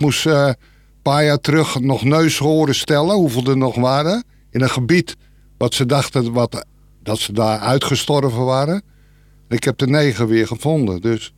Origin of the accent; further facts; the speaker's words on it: Hooglanderveen, Utrecht, Netherlands; born there; geboren in Hooglanderveen. Ik kom uit een gezin van 7 kinderen, als oudste.